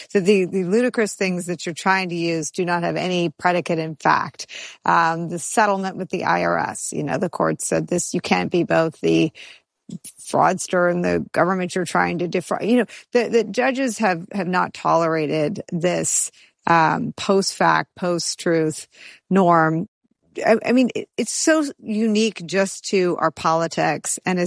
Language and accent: English; California, United States; I'm from California where you spend a lot of time thinking about wildfires.